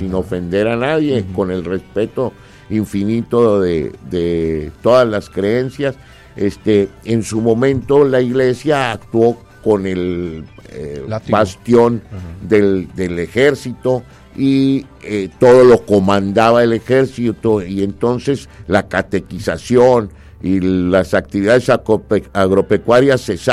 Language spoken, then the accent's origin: Spanish; Mexico; nosotros somos ni mexicas ni españoles, somos mexicanos.